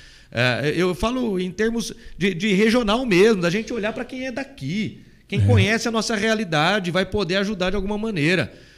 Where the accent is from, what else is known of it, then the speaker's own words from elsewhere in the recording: Jaú, São Paulo, Brazil; born there; accent: caipira; Sou de Jaú, sou nascido em Jaú, a família está lá a vida toda. Tenho família também na Barra Bonita, a minha avó é barra bonitense, né, então... Está aqui pertinho de Igaraçu também.